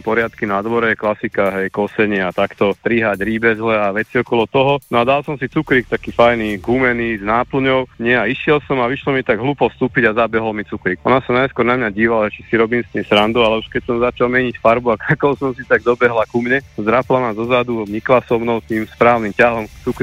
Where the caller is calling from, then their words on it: central Slovakia, Slovakia; Ja som zo stredného Slovenska, okolie Dudinec.